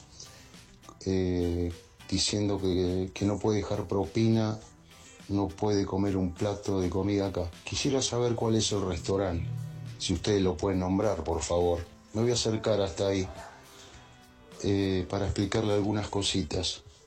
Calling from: Torcuato, Buenos Aires Province, Argentina; Buenas noches, Latina. … de Torcuato.

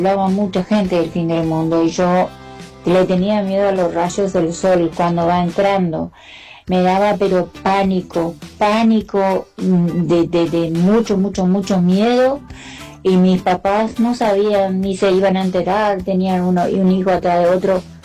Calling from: Ituzaingó, Buenos Aires Province, Argentina; de Ituzaingó.

